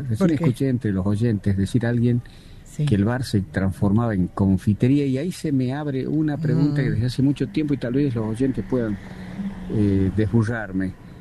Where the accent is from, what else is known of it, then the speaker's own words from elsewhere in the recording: Metán, Salta, Argentina; Porque a veces, en los pueblos, como en el mío, yo soy de Metán, Salta, todo parece lo mismo.